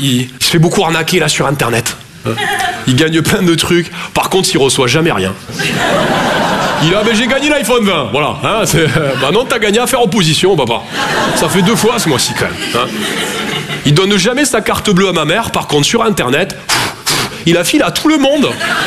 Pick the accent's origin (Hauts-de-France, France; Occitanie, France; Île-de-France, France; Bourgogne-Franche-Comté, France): Occitanie, France; Toulouse; moved away